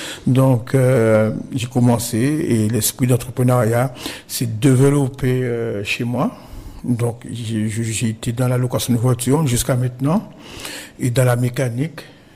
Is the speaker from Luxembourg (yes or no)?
no; North Grande-Terre, Guadeloupe; also born or lived in Anse-Bertrand / Petit-Canal; je suis Nord Grande-Terrien.